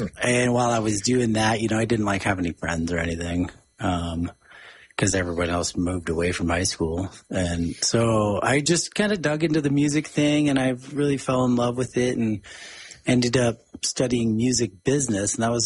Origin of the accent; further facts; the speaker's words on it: Idaho Springs, Colorado, United States; I grew up in Idaho Springs